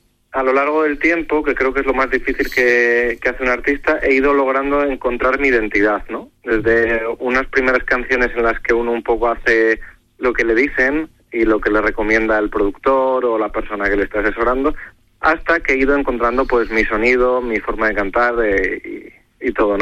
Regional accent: León, Castile and León, Spain; Yo de León.

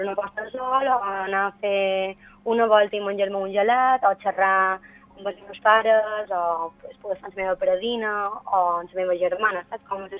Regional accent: Balearic Islands, Spain; moved away as an adult; now in Madrid, Spain; jo soc mallorquina, però no m'havia plantejat escriure en mallorquí

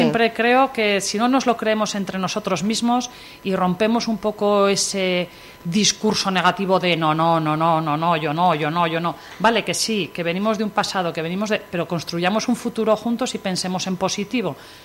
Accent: Calatayud, Aragon, Spain; desde Calatayud

